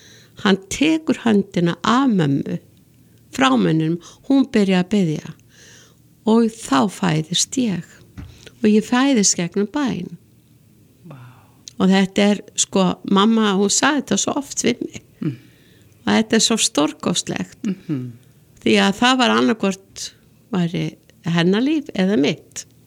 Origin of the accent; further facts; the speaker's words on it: Reykjavík, Capital Region, Iceland; Reykjavík og … og ég alinn upp á Njálsgötu 17. Þar bjó ég og bara yndislegu tími og ólst þar upp